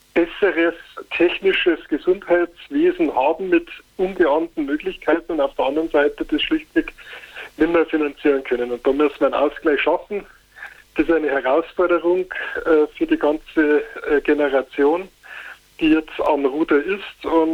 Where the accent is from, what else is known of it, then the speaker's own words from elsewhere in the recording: Bavaria, Germany; zwischen unserem Stimmkreis, meine Heimat und München in beiden Richtungen